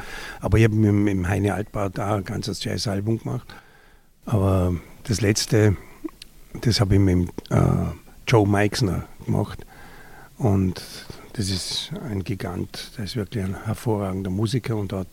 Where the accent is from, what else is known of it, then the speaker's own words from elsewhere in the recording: Vorarlberg, Austria; moved away as an adult; now in Vienna, Austria; Aber ich habe nie die Vorarlberger Hütte aufgegeben. Weil ich bin ein Pendler und ich pendle jetzt noch. Ich wohne auch in Wien und in Vorarlberg. Und es ist, diese Wurzel ist mir immer sehr wichtig gewesen